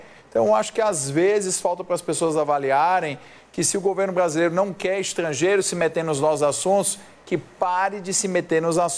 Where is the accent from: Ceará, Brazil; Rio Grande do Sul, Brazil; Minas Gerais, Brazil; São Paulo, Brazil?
Ceará, Brazil; Então, Felipe, lá na minha terra, lá no Ceará, quando tem duas pessoas brigando dessa maneira, existe uma expressão.